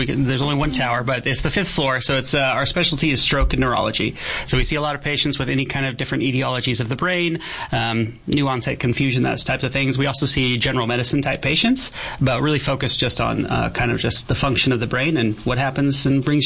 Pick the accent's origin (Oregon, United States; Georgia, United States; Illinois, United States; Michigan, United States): Oregon, United States; moved away as an adult; now in Yuma, United States; I'm originally from Oregon.